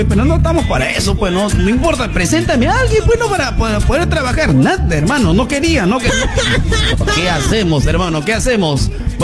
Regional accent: Lima, Peru; me regresé a Lima, hermano. Me regresé a Lima con todas mis cositas

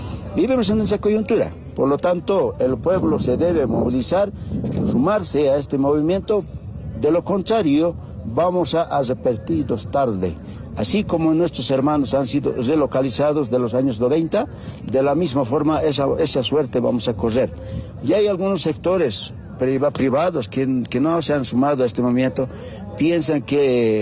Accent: Bolivia

